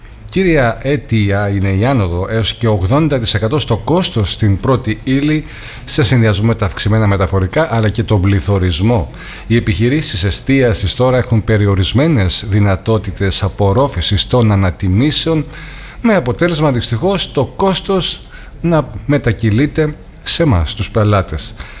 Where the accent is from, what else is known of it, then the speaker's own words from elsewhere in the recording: Greece; Μία από τις αγαπημένες μας συνήθειες σαν λαό, σαν Έλληνες